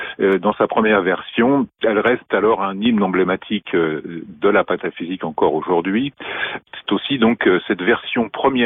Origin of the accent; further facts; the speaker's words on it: Mandres-les-Roses, Île-de-France, France; also born or lived in Brunoy; de Mandres-les-Roses, mais aussi de Brunois, j'oscille entre les deux bourgades de l'Île-de-France.